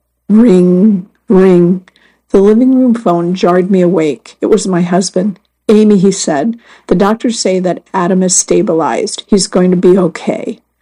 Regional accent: England, United Kingdom; All of that can be found in the history books I read as a child growing up in England.

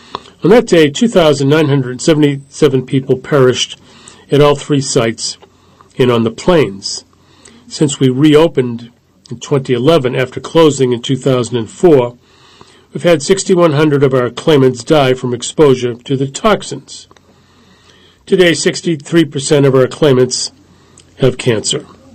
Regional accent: Manhattan, New York, United States; I lived in D.C., the D.C. area at the time, but I grew up in Manhattan.

